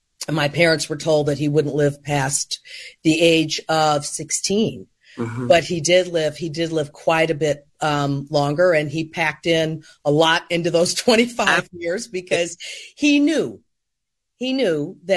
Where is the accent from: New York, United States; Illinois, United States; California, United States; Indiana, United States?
Illinois, United States; Chicago; I grew up in Hyde Park until I was nine.